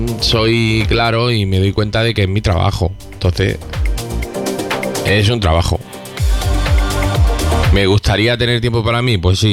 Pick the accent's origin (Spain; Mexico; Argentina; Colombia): Spain; Catalonia; Que tú sabes que yo soy catalán, ¿eh?